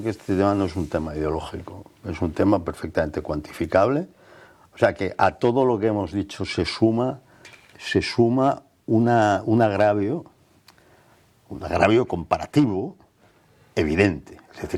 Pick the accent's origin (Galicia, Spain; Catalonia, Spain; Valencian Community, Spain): Catalonia, Spain; Barcelona; como catalán que he sido durante 57 años, desde que nací, 57 años los pasé en Barcelona